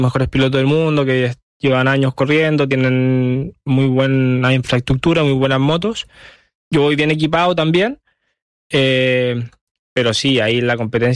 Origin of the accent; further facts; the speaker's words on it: Chile; now in Spain; soy chileno